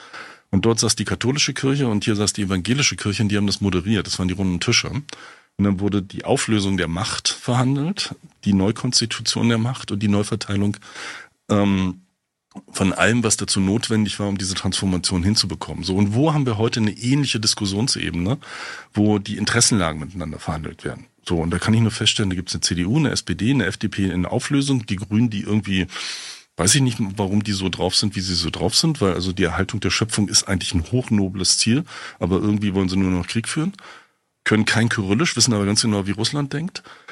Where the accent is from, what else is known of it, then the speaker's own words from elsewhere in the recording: East Germany, Germany; Also als Ossi, so wie ich hier sitze, habe ich keine Angst davor.